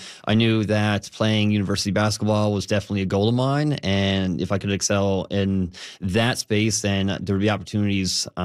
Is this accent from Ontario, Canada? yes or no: no; Labrador City, Newfoundland and Labrador, Canada; born there; also born or lived in Corner Brook; So we moved around a little bit. I was born in Lab City.